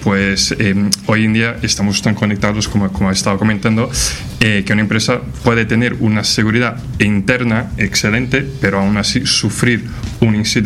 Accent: Brazil; Spanish is a second language; also born or lived in Portugal; now in Madrid, Spain; No, la verdad es que soy brasileño.

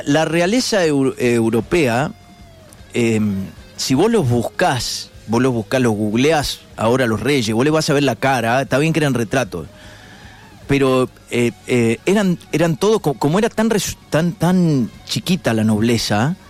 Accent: Argentina; Tenemos en la vida obligaciones como argentinos

